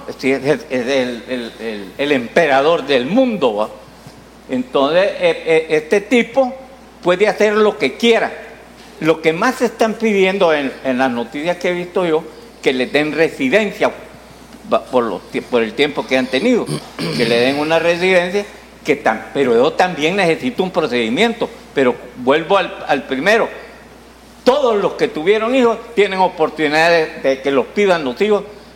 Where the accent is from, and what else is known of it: El Salvador